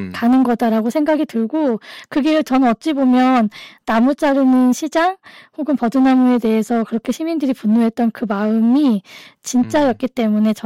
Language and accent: Korean; Buan, North Jeolla, South Korea; 저는 지역이 부안이었어요. 사는 공간이 부안이었고.